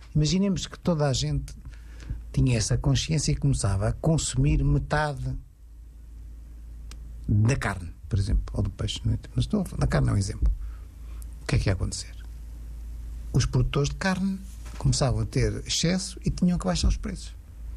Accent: Portugal; Eu sou de Portugal, claro, estou a falar de Portugal.

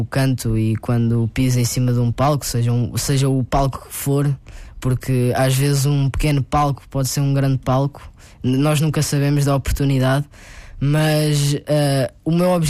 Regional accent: Chamusca, Santarém, Portugal; É um fado da minha terra, da Chamusca

